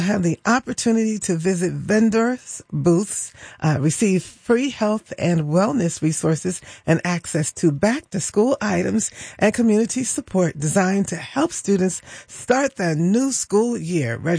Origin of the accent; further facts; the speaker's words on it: Monmouth County, New Jersey, United States; now in Atlanta, United States; Monmouth, yes, indeed, where I grew up in Monmouth County.